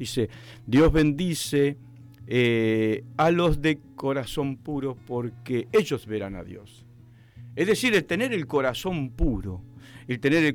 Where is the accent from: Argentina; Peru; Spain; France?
Argentina